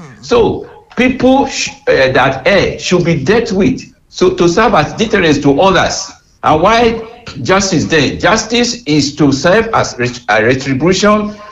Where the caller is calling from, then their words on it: Iwaro-Oka, Ondo, Nigeria; I'm calling from Iwaroka.